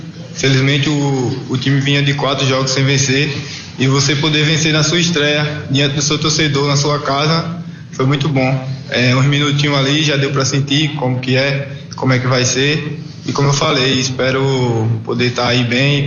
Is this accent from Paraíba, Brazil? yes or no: yes; Paraíba, Brazil; moved away as an adult